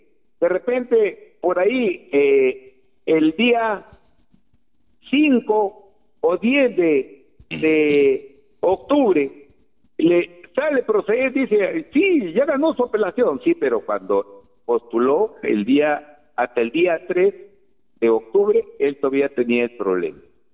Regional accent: Olmos, Lambayeque, Peru; moved away; Cuando yo salí de Olmos, dije, voy a prepararme, porque yo algún día tengo que volver a mi pueblo

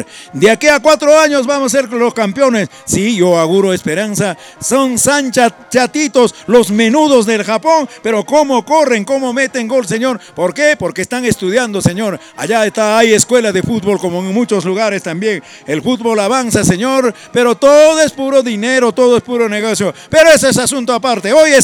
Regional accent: Recuay, Ancash, Peru; Cómo me recuerdo los fútbolos más grandes de mi tierra en Recuay

